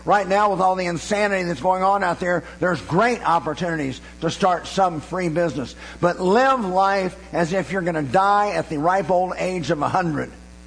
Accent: United States; as an American and as a patriot.

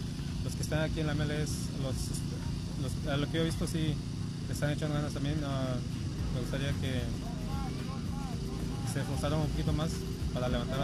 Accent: Guatemala; now in United States; Soy de Guatemala.

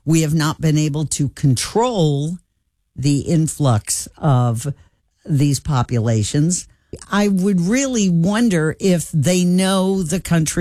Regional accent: United States; but knowing that, hey, I'm American.

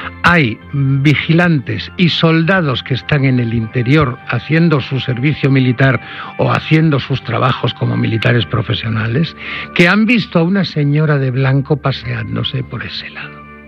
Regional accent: Asturias, Spain; yo soy asturiano.

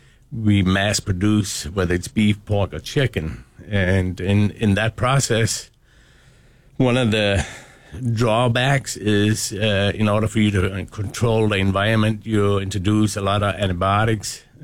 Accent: Denmark; moved away as an adult; now in Saline, Michigan, United States; I was born and raised in Denmark and grew up on a dairy farm and ended up here in America

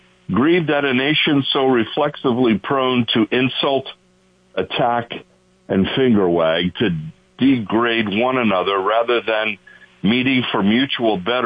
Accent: Colorado, United States; also born or lived in California; I grieve at this week's shooting at Evergreen High School in Colorado, my home state.

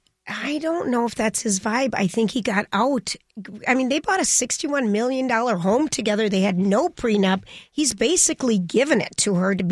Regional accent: Boston, Massachusetts, United States; I'm a guy from Boston.

